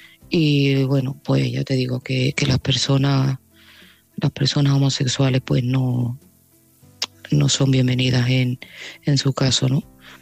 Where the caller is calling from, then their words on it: Seville, Andalusia, Spain; de Sevilla